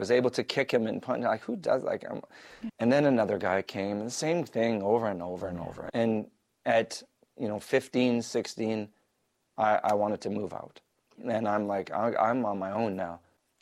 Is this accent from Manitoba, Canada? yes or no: yes; Winnipeg, Manitoba, Canada; now in Calgary, Canada; And, you know, throughout the years, so then I moved from Winnipeg to Calgary. Then I become a Calgary Stampeders fan, okay?